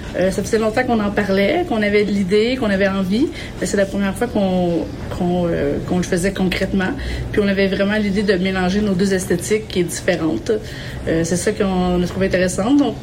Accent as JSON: {"language": "French", "town": "Montreal", "region": "Quebec", "country": "Canada", "said": "on est montréalaise. On est venu jusqu'ici pour faire l'exposition."}